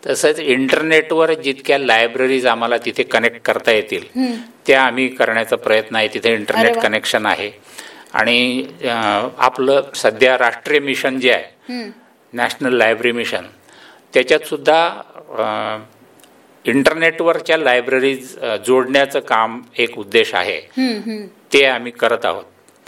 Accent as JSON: {"language": "Marathi", "town": "Parola", "region": "Maharashtra", "country": "India", "tie": "born or raised there", "moved": "as an adult", "lives_now": "Jalgaon, India", "said": "मी मूळचा पारोळ्याचा आहे"}